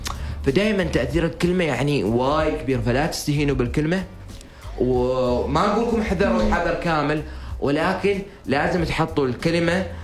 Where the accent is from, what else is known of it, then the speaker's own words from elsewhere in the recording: Oman; وإحنا كفريق طالع من سلطنة عمان أو من الخليج أو من الوطن العربي ويمثل الإسلام قبل كل شيء